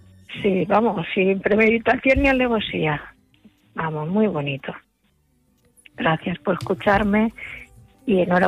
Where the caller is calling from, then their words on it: Alicante, Valencian Community, Spain; Mira, os llamo desde Alicante.